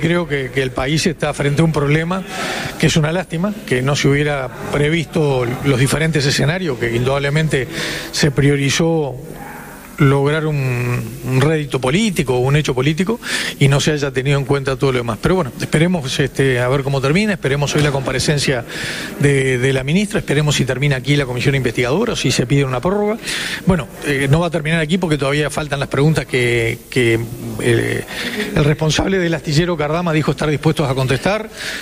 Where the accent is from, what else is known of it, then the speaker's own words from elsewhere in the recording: Uruguay; Y lo otro es que a nosotros nos preocupa como uruguayo